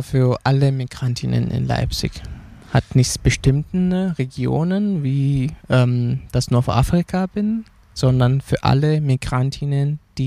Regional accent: Senegal; now in Germany; die auch ihre Eltern aus meiner Heimat in der Nähe kommt, in Senegal.

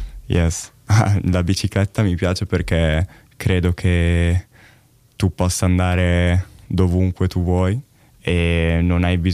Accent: Reggio Emilia, Emilia-Romagna, Italy; now in Leipzig, Germany; sono qui a Lipsia da 3 settimane e vengo da Reggio Emilia e sono qui per un tirocinio con il progetto Erasmus. Reggio Emilia si trova vicino a Bologna ed è una piccola città

